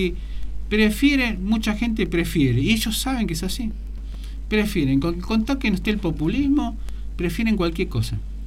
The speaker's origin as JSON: {"language": "Spanish", "country": "Argentina"}